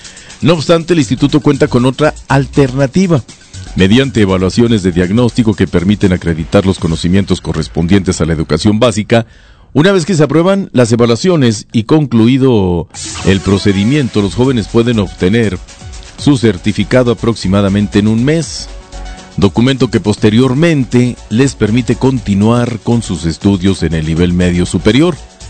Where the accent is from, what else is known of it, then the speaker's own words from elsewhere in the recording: Mexico; Nosotros como mexicanos, ¿qué hacemos por nuestro país?